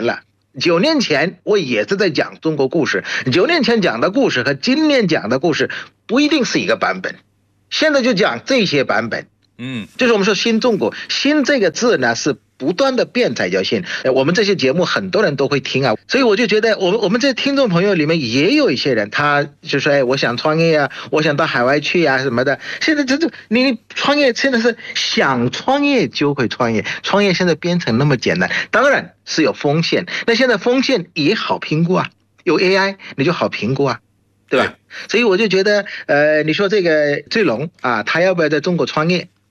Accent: Bangladesh; Chinese is a second language; 我是来自于孟加拉国的

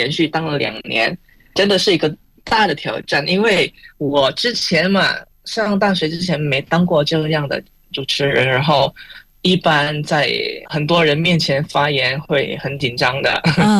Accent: Pontianak, West Kalimantan, Indonesia; Chinese is a second language; 然后中文在我的家乡，在坤甸变得很流行，就是很多人开始学习中文了。

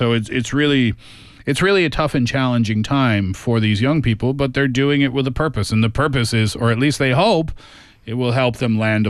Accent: Tatamagouche, Nova Scotia, Canada; because I'm from Tatamagush, Nova Scotia, population 1,000, right?

